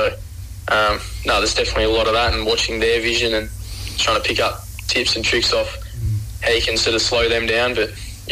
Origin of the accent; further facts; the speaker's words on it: Wagga Wagga, New South Wales, Australia; But even just myself, I'm from Wagga Wagga. So that is in the Giants region. So I sort of had access to the Giants Academy when I was growing up